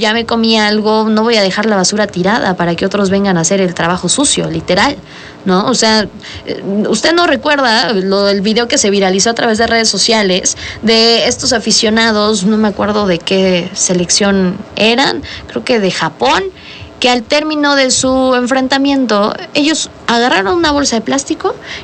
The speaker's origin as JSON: {"language": "Spanish", "country": "Mexico"}